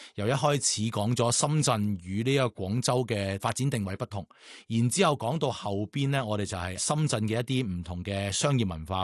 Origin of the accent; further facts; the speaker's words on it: Hong Kong; 我哋香港人